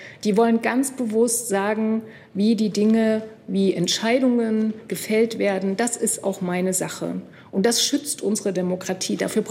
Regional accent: Thuringia, Germany; das sage ich auch als Thüringerin ganz bewusst

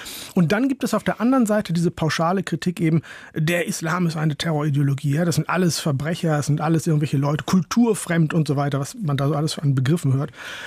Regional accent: Northern Germany, Germany; Tatsächlich komme ich aus Holland-Wiel, fliehe aus einem Dorf in Norddeutschland, aber das meinen die nicht.

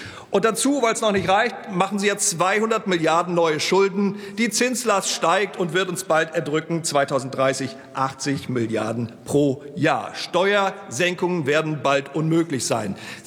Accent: Mecklenburg-Vorpommern, Germany; Und ich weiß das aus Mecklenburg-Vorpommern, aus meiner Heimat, da fahren viele Bürger lange Strecken zur Arbeit.

